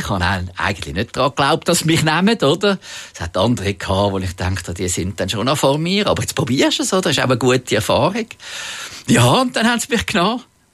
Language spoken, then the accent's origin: German; Zurich, Switzerland; Aber natürlich bin ich aufgewachsen in Zürich und der Zoo war näher gewesen